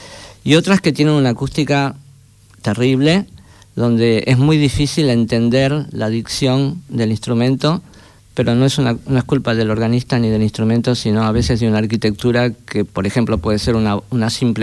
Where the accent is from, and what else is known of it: Argentina